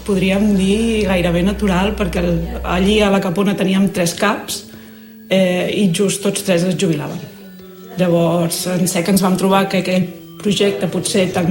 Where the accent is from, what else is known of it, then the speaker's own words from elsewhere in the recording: Sabadell, Catalonia, Spain; now in Tarragona, Spain; Jo soc de Sabadell.